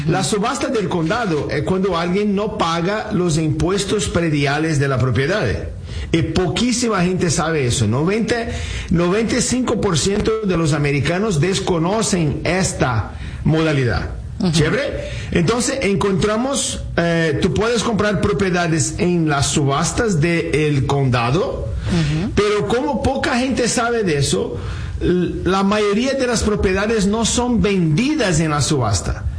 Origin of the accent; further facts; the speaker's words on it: Brazil; now in United States; Sí, yo soy de Brasil. Llegué a Estados Unidos en 1998 con $100 en el bolsillo y alguien me regaló los boletos, ¿ok? Y aunque yo sea brasileño, mi vida no era un carnaval.